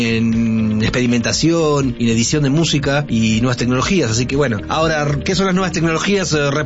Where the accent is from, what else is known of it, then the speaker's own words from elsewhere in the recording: Argentina; moved away as an adult; now in Mexico; yo soy argentino, pero vine aquí hace 20 años a casualmente a trabajar al CEMAS